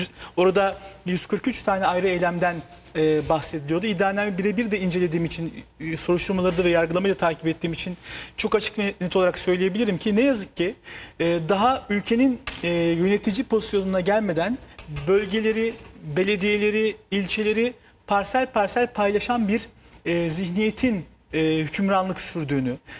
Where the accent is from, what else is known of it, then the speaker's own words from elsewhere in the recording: Antalya, Turkey; Benim memleketim olan Antalya'nın Seri'nin yan taraftaki Manavgat'tan